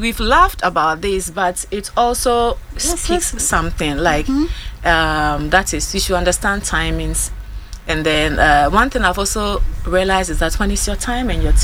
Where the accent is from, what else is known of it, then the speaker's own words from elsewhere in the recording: Ghana; I am also very proud that I'm a Ghanaian musician also.